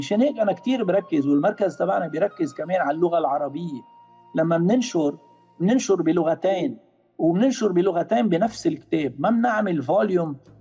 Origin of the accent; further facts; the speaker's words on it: Lebanon; نحن لبنانيين وحدودنا معروفة، هلأ ما عادت كتير معروفة بس إنه معروفة وهيدي هي.